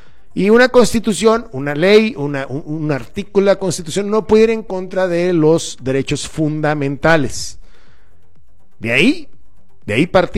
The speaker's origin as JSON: {"language": "Spanish", "country": "Mexico", "said": "porque yo, como mexicano, puedo tener la nacionalidad mexicana por haber nacido en territorio mexicano"}